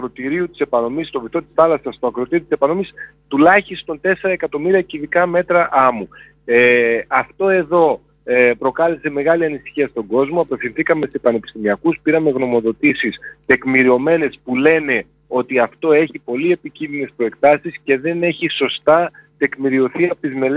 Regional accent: Thessaloniki, Central Macedonia, Greece; ειδικά εμείς οι Θεσσαλονικείς έχουμε πάει μία φορά τουλάχιστον και έχουμε θαυμάσει εκεί την περιοχή του ποταμού

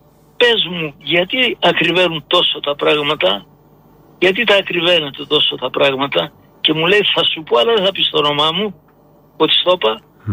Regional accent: Nikaia, Attica, Greece; now in Ilion, Greece; πέρασα τα 80 όπως σου λέω, μεγάλωσα στα Μανιάτικα της Κοκκινιάς

